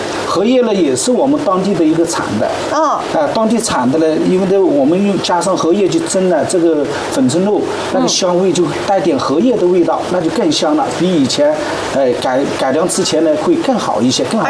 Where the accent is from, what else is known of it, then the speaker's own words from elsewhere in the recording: Jiangxi, China; 就是我们江西那种土猪。嗯，我们老家就叫这种猪叫土猪。